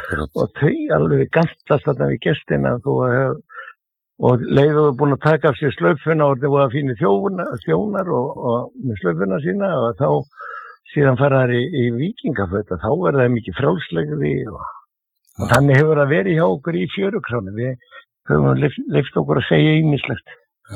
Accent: Reykjavík, Capital Region, Iceland; ég er fæddur á uppalinn í Klefsholtinu

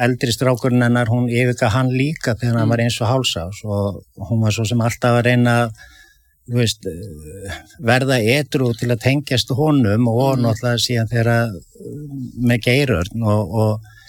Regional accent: Reykjavík, Capital Region, Iceland; ég elst upp í Álftamýrinni og síðan flytjum við nýr í miðbæ þegar ég 11 ára og ég klára sem sagt Álftamýra skóla 12 ára bekkin og fer síðan í Laugalíka skóla

